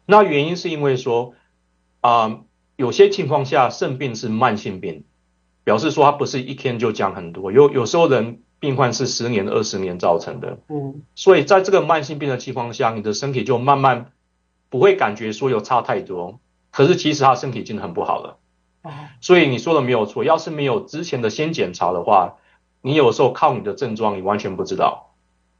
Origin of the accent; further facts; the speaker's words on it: Taiwan; 因为我是来自台湾，所以我小时候我有吃过中药，我们家人也有吃过中药。